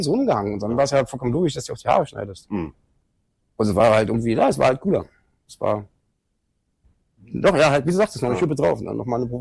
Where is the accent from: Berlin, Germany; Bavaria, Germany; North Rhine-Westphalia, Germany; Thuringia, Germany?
Berlin, Germany; born or raised there